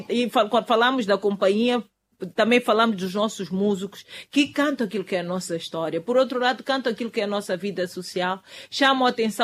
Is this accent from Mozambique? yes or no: yes; Mozambique; É por isso que nós olhamos a cultura e cultura versus a nossa identidade como moçambicanos.